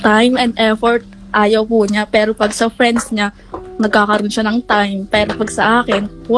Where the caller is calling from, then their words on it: Caloocan, Metro Manila, Philippines; Taga Caloocan po.